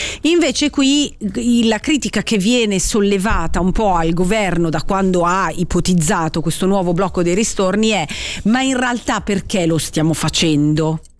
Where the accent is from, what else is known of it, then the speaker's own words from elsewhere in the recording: Ticino, Switzerland; È chiaro che noi da ticinesi tendiamo a vedere i nostri problemi, certo.